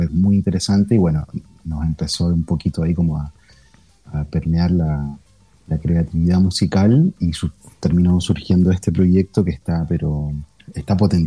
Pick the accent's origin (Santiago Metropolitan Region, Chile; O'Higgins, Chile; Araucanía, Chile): Santiago Metropolitan Region, Chile; Melipilla; yo soy del bosque de Melosilla, vivo acá en Melosilla, que es un sector muy pequeñito, que está entre Valparaíso y Casablanca.